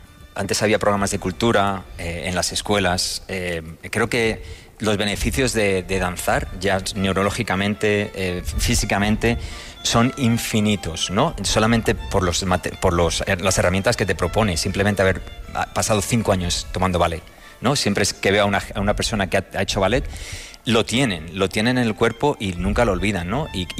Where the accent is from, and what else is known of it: Spain; moved away as an adult